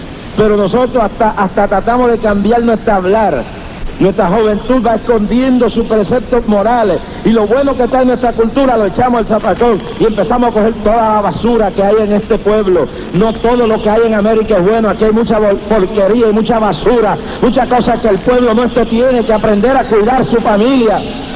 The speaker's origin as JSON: {"language": "Spanish", "region": "New York", "country": "United States", "tie": "born or raised there", "second_language": "Spanish", "moved": "yes", "said": "Yo me crié aquí, yo estudié aquí, yo caminé por las calles del Bajo Manhattan, y hondo yo llegué a mi país, yo llegué a mi patria"}